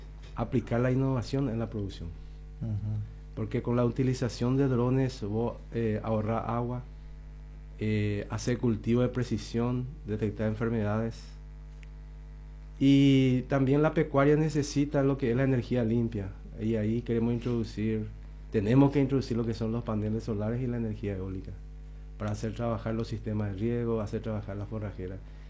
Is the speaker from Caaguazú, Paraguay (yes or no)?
yes; Caaguazú, Paraguay; porque somos de Caaguazú y somos de Paraguay.